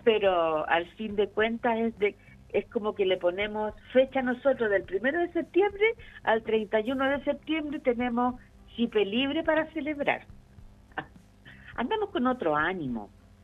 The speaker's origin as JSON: {"language": "Spanish", "country": "Chile", "said": "para nosotros como chilenos"}